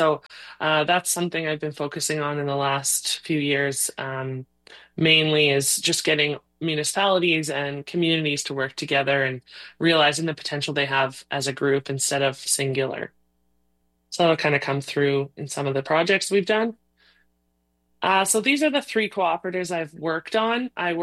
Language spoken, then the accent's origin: English; Hazlet, Saskatchewan, Canada; I started out in my hometown of Hazlett